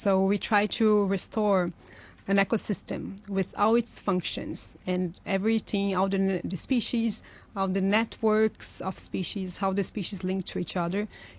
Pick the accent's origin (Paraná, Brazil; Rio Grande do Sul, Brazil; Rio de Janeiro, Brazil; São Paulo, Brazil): Paraná, Brazil; Curitiba; English is a second language; now in Hong Kong; Well, I come from a city in Brazil called Curitiba in the south. So where I am from Brazil, it's a subtropical forest.